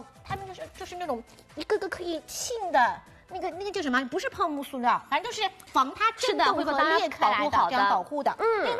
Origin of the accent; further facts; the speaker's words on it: Shanghai, China; 说句实话，以前我虽然说是作为上海人，就听说过8424，一直在我们这边是这个耳边。